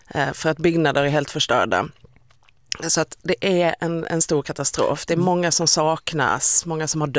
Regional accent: Skåne, Sweden; jag är skåning så då låter det ju som det är.

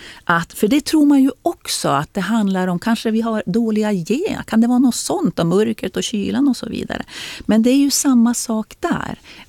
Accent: Norrbotten County, Sweden; Och som norrbottning så är det ju en ganska sorglig läsning

